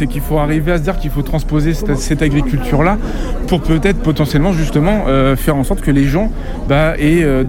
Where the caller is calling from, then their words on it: Coulounieix-Chamiers, Nouvelle-Aquitaine, France; J'habite à Coulonnes-Chamier